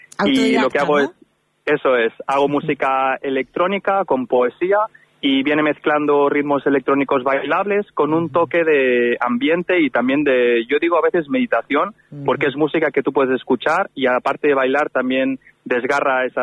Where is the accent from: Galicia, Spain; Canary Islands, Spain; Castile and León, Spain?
Galicia, Spain; Que va, yo soy gallego